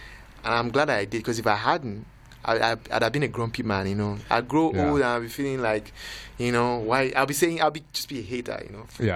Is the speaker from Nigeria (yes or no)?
yes; Nigeria; moved away as an adult; now in Windsor, Canada; when I came from Nigeria in 2016, and I came to do my master's here